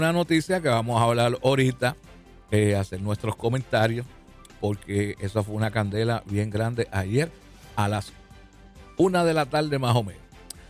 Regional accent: Luquillo, Puerto Rico; Yo soy de Luquillo allá representando a los Comecoco.

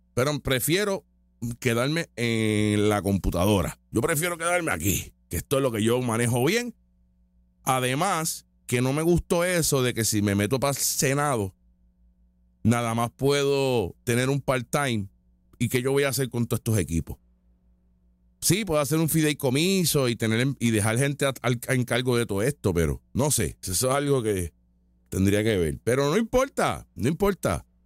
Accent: Puerto Rico

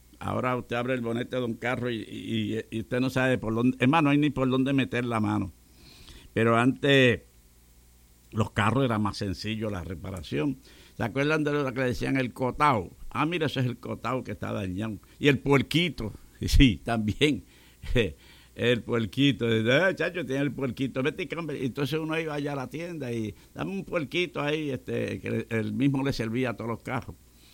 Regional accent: Puerto Rico; moved away; En Puerto Rico, que había una vez un mecánico, le decían Negri, allá en mi pueblo

